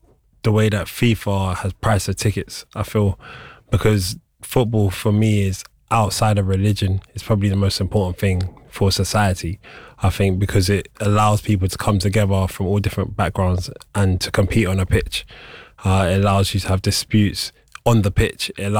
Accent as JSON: {"language": "English", "region": "London", "country": "United Kingdom", "said": "And just because I'm from North London as well."}